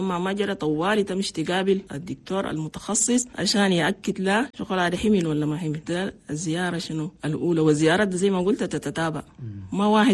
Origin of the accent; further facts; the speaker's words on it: Chad; لأن نحن عندنا في تشاد نسبة موت عن الأمهات اللي بموتوا في ولادها كتير مرة واحد